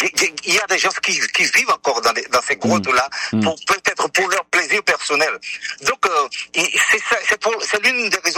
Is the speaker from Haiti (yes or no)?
yes; Dondon, Nord, Haiti; à Dondon, il y a une inspiration qui est réellement grande et c'est un pays fertile là où j'ai grandi, là où j'ai appris à aimer, à apprécier et à respecter.